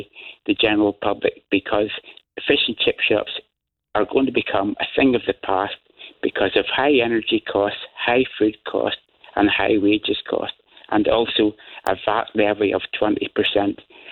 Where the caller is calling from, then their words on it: Belfast, Northern Ireland, United Kingdom; I'm a second generation potato merchant just outside Belfast